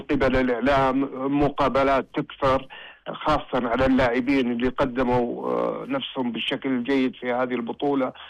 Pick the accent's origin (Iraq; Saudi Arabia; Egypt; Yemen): Saudi Arabia; كلنا كسعوديين